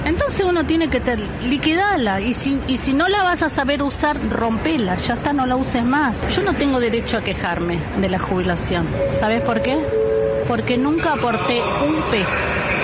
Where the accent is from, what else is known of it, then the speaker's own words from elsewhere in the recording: Mar del Plata, Buenos Aires Province, Argentina; Yo soy jubilada de Mar del Plata.